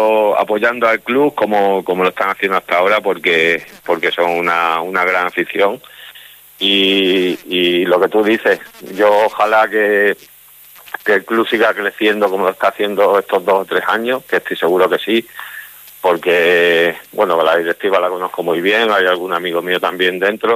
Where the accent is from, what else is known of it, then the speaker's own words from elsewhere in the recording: Jaraíz de la Vera, Extremadura, Spain; Jaraíz, bueno, es el equipo de mi pueblo